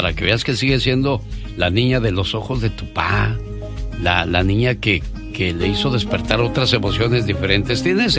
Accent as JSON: {"language": "Spanish", "region": "Jalisco", "country": "Mexico", "moved": "yes", "said": "Yo me quedo con mis amigos de Denver y les digo, un día salí de Jalisco, pero Jalisco nunca salió de mí."}